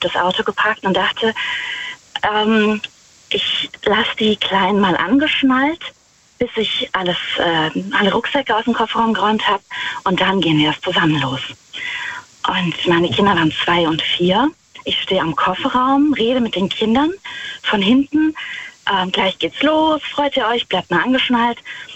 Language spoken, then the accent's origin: German; Rhineland-Palatinate, Germany; Ich fahre gleich an der Abtei Himmerode vorbei. Ich bin aus der Nähe von Wittlich.